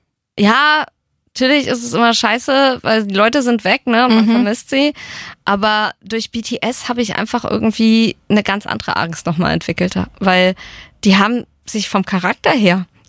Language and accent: German; Gelnhausen, Hesse, Germany; born or raised there